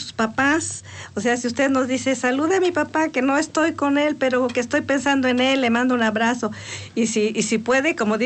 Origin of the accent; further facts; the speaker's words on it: Puebla, Mexico; moved away; also born or lived in Veracruz; Pero soy poblana. Entonces, cuando yo regreso a Puebla, después de como a los 10 años